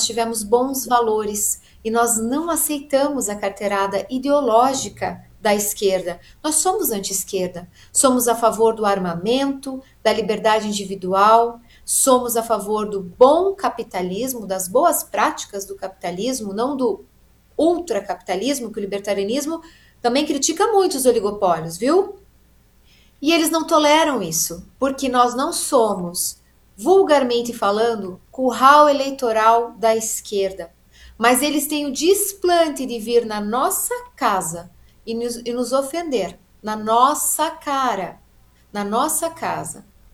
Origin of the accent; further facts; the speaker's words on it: Southern Brazil, Brazil; nós somos do Sul e somos abraçados, né? Paraná, Santa Catarina, Rio Grande do Sul, a história das nossas famílias, da imigração das nossas famílias está totalmente vinculada ao Rio Grande do Sul, Santa Catarina e Paraná.